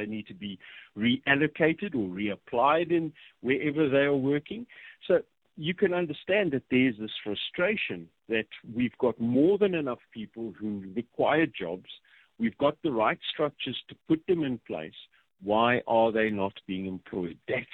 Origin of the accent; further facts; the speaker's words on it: South Africa; I'm a South African.